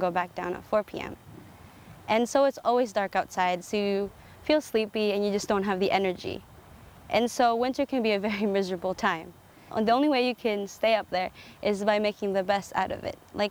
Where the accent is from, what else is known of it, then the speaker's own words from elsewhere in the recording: Philippines; And I'm Filipino, and so I'm made for the tropics, not the Arctic.